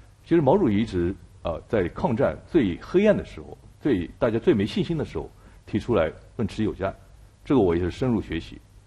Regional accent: China

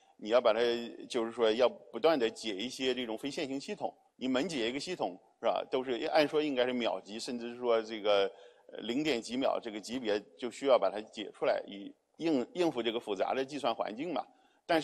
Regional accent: China; 我们中国人

